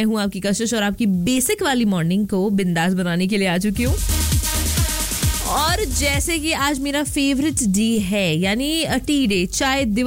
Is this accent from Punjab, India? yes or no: no; Bhopal, Madhya Pradesh, India; अब क्या होता है ना कि मैं भोपाल से हूँ एंड भोपाल के लोग जो है वो सच में बहुत ज़्यादा बड़े वाले चाय पगलूज होते हैं